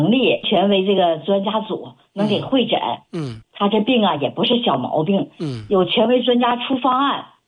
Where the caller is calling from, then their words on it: Siping, Jilin, China; 我们是吉林四平人。